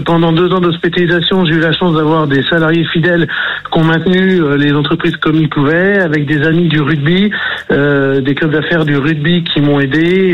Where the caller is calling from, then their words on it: Toulouse, Occitanie, France; J'ai 48 ans et je suis à Toulouse.